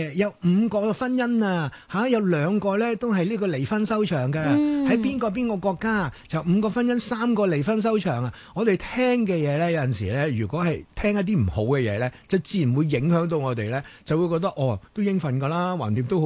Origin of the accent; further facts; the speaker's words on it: China; 我哋中国人咧都几千年嘅历史啊